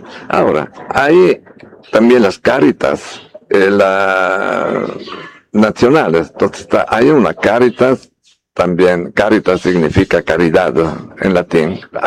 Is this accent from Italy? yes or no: yes; Italy; now in Bolivia; Y después, soy italiano, entonces ejercí mi ministerio allá, especialmente en parroquias, oratorios, hasta que vine aquí a Bolivia, San Carlos, Sagrado Corazón, Yapacaní.